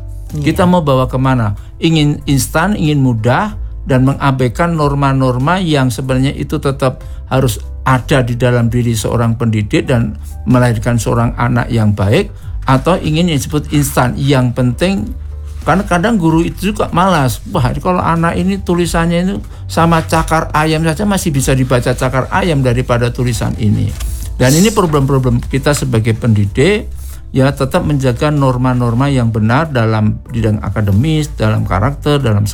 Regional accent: Java, Indonesia; seperti saya orang Jawa, istri saya orang Ambon.

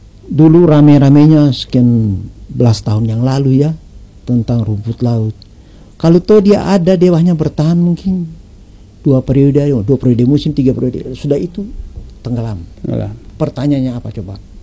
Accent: Maluku, Indonesia; kita orang Maluku bangga

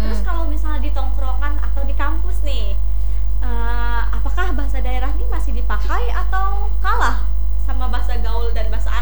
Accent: Central Kalimantan, Indonesia; karena di tempat aku ya itu asalnya kan dari aku di Basarang ya.

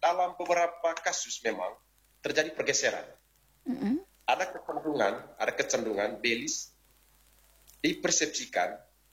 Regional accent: Manggarai, East Nusa Tenggara, Indonesia; Kalau konteks belis untuk kita orang Manggarai

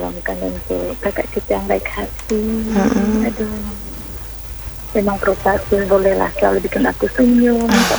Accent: North Sulawesi, Indonesia; born there; also born or lived in Southeast Minahasa; Kong, kita dulu lahir di Minahasa Selatan. Kita di Minahasa Tenggara. Kong, besarnya di sini lagi.

